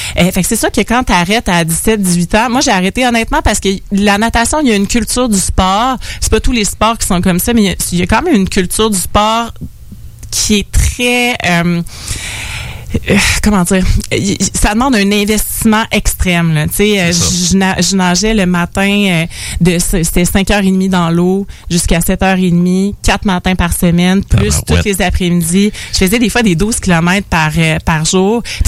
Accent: Lac-Beauport, Quebec, Canada; Moi, je viens du lac Beauport.

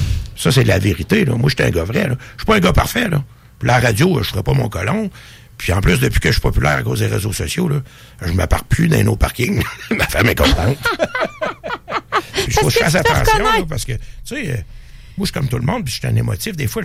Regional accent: New Brunswick, Canada; born there; Ça, c'est dans mon coin que je suis né au Nouveau-Brunswick, là.

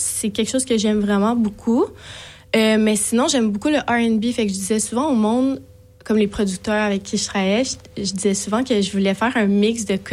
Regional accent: Vaudreuil-Dorion, Quebec, Canada; moved away as an adult; also born or lived in Montreal; now in Pointe-Claire, Canada; J'ai grandi à Vaudreuil. Okay. Genre Vaudreuil-Saint-Lazare, wow, Rigaud. Ouais. Je suis née à Montréal.

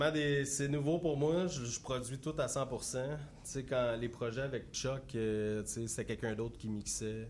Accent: Granby, Quebec, Canada; Moi, je viens de Granby. Aujourd'hui, j'ai descendu de Granby pour venir ici.

